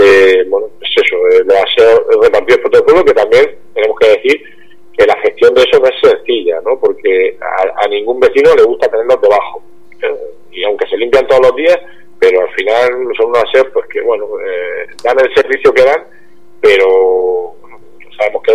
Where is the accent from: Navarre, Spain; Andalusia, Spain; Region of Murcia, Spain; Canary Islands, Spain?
Region of Murcia, Spain; Caravaca de la Cruz; el orgullo que yo tengo como alcalde de mi pueblo, ¿no? Ser alcalde de Caravaca es un lujo